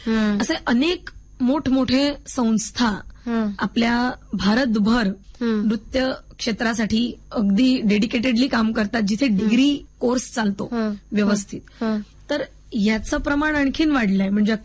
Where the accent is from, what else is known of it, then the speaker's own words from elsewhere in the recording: Nagpur, Maharashtra, India; म्हणजे मी नागपूरची आहे म्हणून नागपूरचं सांगतीये की इथे MFA डिपार्टमेंट आहे ललित कला विभाग